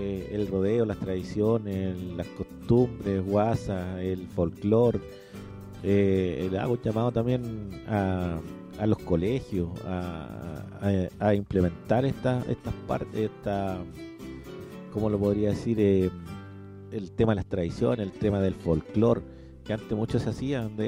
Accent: Chile

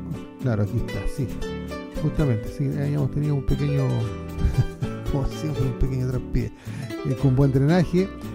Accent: Chile

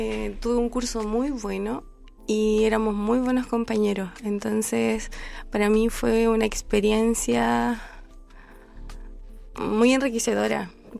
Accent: Chillán, Ñuble, Chile; Acá. Soy de Chillán.

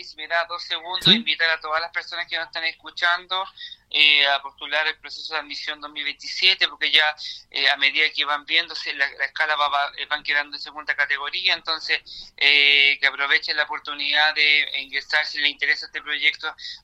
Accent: Rengo, O'Higgins, Chile; born there; also born or lived in Malloa; como joven, que vengo de Mayúa, pero estudié toda mi vida en Rengo

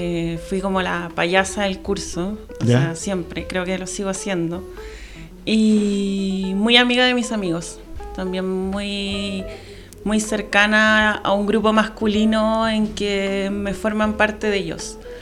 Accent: San Bernardo, Santiago Metropolitan Region, Chile; soy oriunda de San Bernardo de siempre.

